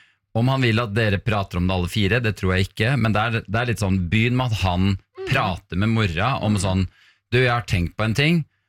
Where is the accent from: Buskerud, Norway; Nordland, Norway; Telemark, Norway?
Buskerud, Norway; Hemsedal; jeg kommer jo fra Hemsedal, fra en gård hvor man holder på sånn.